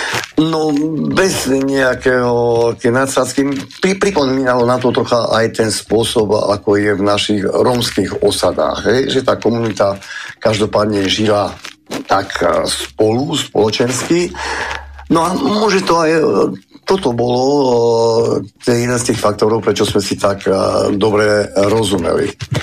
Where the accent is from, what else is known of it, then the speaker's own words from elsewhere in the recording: France; moved away; sme komunikovali po francúzsky, ja som vyrastal vo Francúzsku